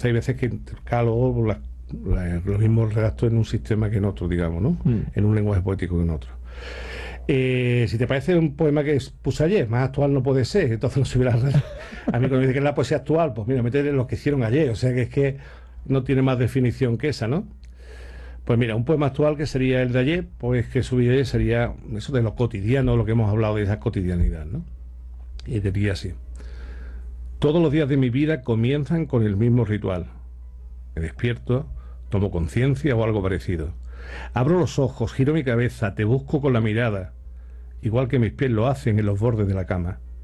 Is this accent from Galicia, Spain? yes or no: no; Ronda, Andalusia, Spain; ¿Sí? Estoy muy orgulloso de mi pueblo. Entonces … para que pueda identificarme.